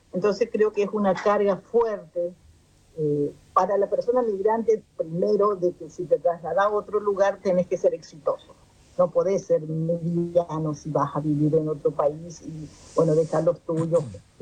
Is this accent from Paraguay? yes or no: yes; Paraguay; moved away; yo soy paraguaya, hablo guaraní